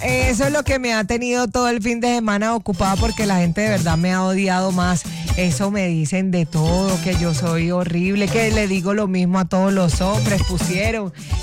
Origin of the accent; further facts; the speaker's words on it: Caribbean Region, Colombia; Papi, soy costeña, a mí no me arruga nada.